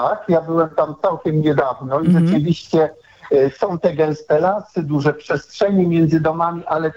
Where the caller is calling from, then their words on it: Puławy, Lublin Voivodeship, Poland; Dzwonię z Puław, tak, z miasta Izabeli Czartoryskiej.